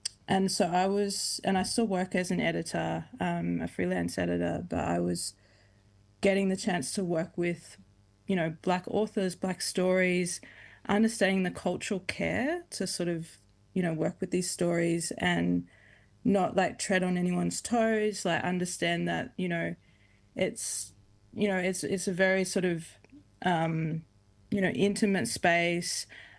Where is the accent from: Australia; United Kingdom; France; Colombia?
Australia; Queensland; I can write, from the perspective of, being a Queenslander, being a queer person, being a black fella.